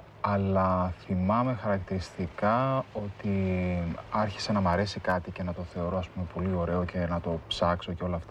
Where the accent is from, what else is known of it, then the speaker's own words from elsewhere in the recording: Kavousi, Crete, Greece; moved away as an adult; also born or lived in Cholargos, Athens; Έμενα στο Καβούσι. Ναι, ναι. Μεγαλώσαμε εκεί.